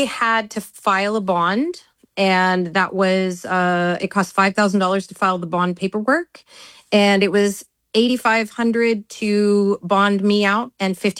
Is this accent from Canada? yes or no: yes; Canada; I didn't think along the lines of being Canadian, more that I had done my due diligence to have the paperwork in place that I needed in order to correctly navigate the immigration system.